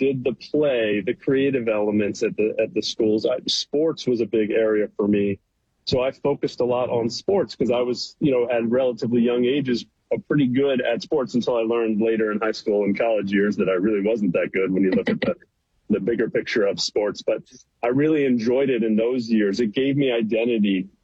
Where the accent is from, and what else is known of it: Baltimore, Maryland, United States; born or raised there; now in Philadelphia, United States